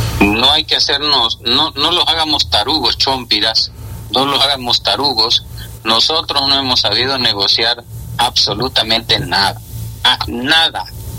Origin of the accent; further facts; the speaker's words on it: Honduras; nosotros como hondureños